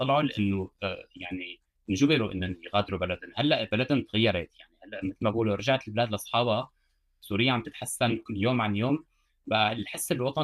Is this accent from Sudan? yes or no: no; France; أنا أول كبرت هون … أنا اسمي فرنسي والأتات يعني سوري.